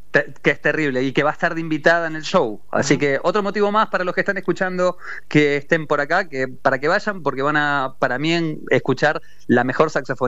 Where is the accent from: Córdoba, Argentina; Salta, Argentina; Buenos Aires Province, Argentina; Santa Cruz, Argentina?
Buenos Aires Province, Argentina; Haedo; soy un fiel representante del oeste del conurbano